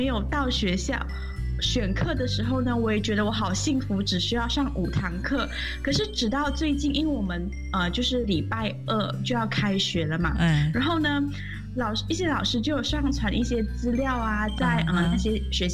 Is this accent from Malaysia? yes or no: yes; Malaysia; Chinese is a second language; now in Taiwan; 那因为我本身是马来西亚华人，那可能跟和家里人或者是平常相处啊，跟同学之类的，我们的语言都是以华语为主，所以英语也不是我们主要的一个沟通语言